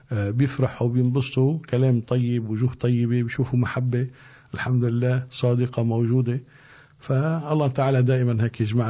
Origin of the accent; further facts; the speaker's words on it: Tripoli, North Governorate, Lebanon; احنا عندنا بطرابلس في شعرة المسجد المنصوري الكبير، احنا كنا صغار وأهلنا يهتموا بهذا الأمر